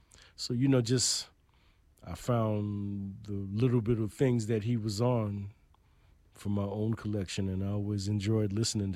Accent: New York City, New York, United States; I grew up in East New York, Brooklyn

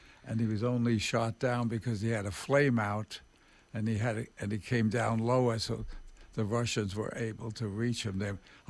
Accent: New York City, New York, United States; also born or lived in Manhattan / Queens; now in Morningside Heights, Manhattan, United States; And then raised in Brooklyn, between Bed-Stuy and Williamsburg. And then later moved to Queens, and then back to the Upper West Side in the 70s, West 70s in the 70s.

